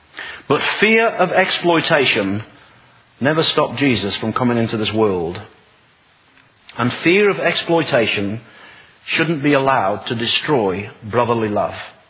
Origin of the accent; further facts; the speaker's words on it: United Kingdom; I'm typical British.